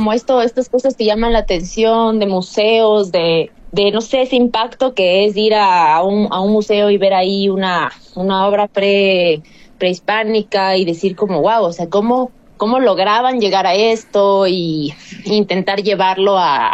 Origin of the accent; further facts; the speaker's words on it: Quito, Pichincha, Ecuador; born there; lo que es de acá de Quito, o sea, lo que me representa como persona que nació aquí.